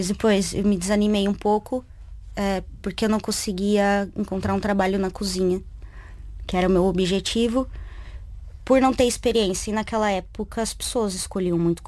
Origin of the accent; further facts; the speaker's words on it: Cerquilho, São Paulo, Brazil; moved away as an adult; also born or lived in Paraná; now in Portugal; se fosse comparar Cerquilho, de onde eu venho, interior de São Paulo